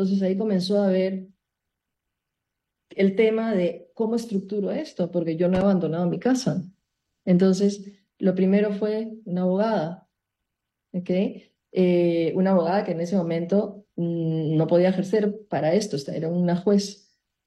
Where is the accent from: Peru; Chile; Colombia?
Peru; now in Panama; soy peruana y vivo en Panamá hace 39 años.